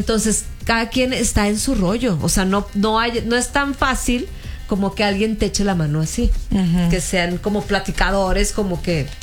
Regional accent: Mexico

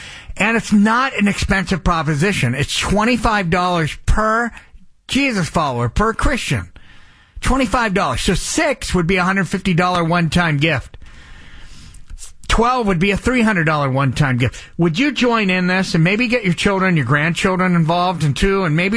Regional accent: New Hampshire, United States; Growing up in New Hampshire, heading to Sunday night services, Community Chapel, Church of the Nazarene.

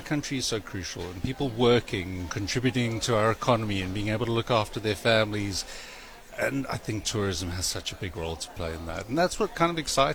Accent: South Africa

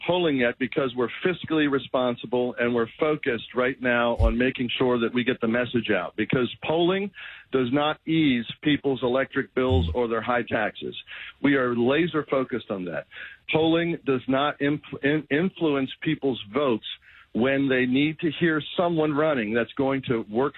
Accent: Maryland, United States; I am my own guy. I'm from Maryland. I'm born and raised here.

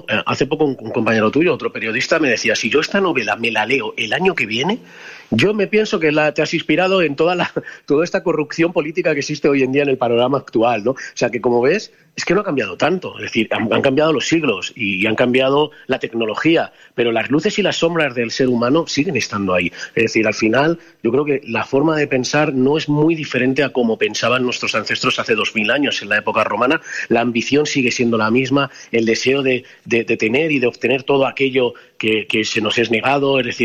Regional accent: Madrid, Community of Madrid, Spain; yo soy de Madrid

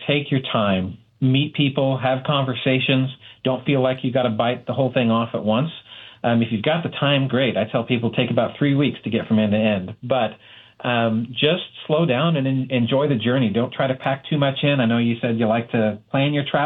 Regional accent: Tulsa, Oklahoma, United States; Well, so I was born in Tulsa, lived here my whole life

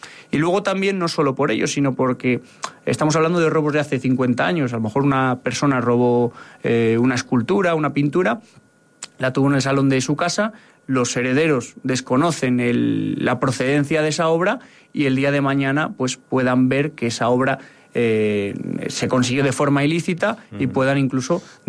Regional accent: Villalpando, Castile and León, Spain; Yo vengo de Villalpando

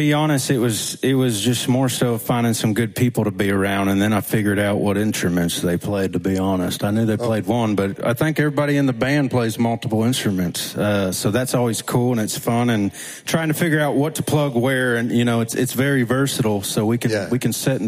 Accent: Oklahoma, United States; We're all from Oklahoma and get to go do our thing, sometimes in Nashville, so it's a little fun.

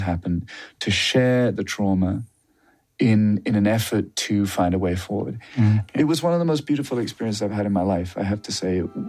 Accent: United Kingdom; because I'm a Brit, I was nervous I was going to get dehydrated

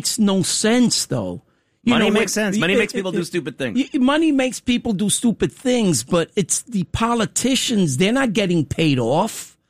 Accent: New York, United States; You know, New Yorkers, I'm a New Yorker.

